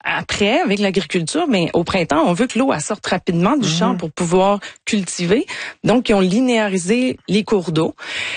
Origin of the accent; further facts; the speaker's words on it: Quebec, Canada; Puis, en passant, j'ai grandi en Gaspésie.